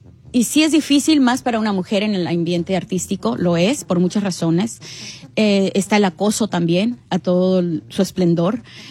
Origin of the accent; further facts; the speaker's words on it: Los Angeles, California, United States; yo nací en Los Ángeles, uh-huh, y aquí crecí. Obviamente, yo siempre hablé en español en casa porque así nos obligó a mi mamá a hacerlo.